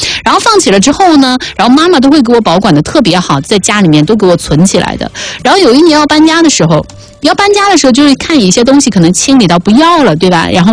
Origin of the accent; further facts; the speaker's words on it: Sichuan, China; accent: Sichuanese; 现在一想就觉得自己小时候用我们四川话就瓜的不得了